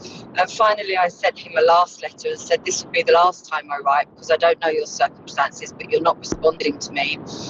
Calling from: Southampton, South East England, United Kingdom; I'm from Southampton.

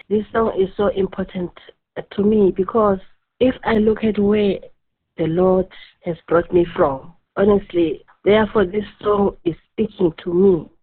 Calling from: Nottingham, East Midlands, United Kingdom; I'm calling from Nottingham.

